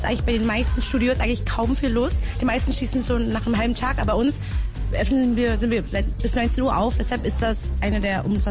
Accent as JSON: {"language": "German", "country": "Vietnam", "moved": "yes", "lives_now": "Germany", "said": "ich komme aus Vietnam"}